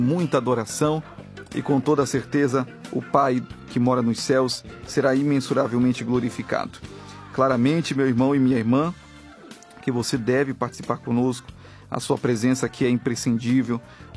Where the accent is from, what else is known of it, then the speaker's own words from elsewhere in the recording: Belém, Pará, Brazil; Estive em Belém do Pará, minha cidade natal, por esses dias e aproveitei para congregar bastante com a minha mãe.